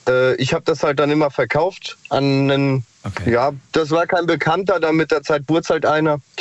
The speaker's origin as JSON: {"language": "German", "region": "Hesse", "country": "Germany", "said": "Ich bin aus der Ecke zwischen Marburg und Kassel, also Nordhessen."}